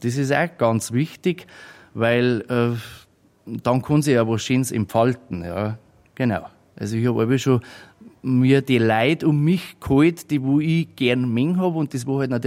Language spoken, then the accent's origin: German; Tegernsee, Bavaria, Germany; born there; now in Stürzelham, Germany; Also ich bin geboren in Tegernsee, wohnhaft in Stürzelham, das ist bei Bayern. Wir heuer 40